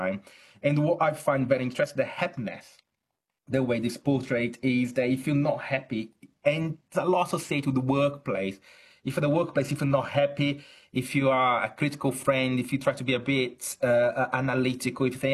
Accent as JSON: {"language": "English", "country": "Brazil", "lives_now": "Chichester, United Kingdom", "said": "Now, I think, you know, I'm originally from Brazil, although I'm academic in at the University of Chichester in the UK. I see a lot of that also in Brazil."}